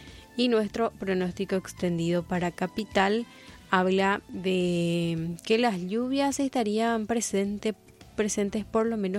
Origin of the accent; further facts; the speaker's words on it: Paraguay; Si no sufrimos, parece que no somos nuevos paraguayos, ¿verdad?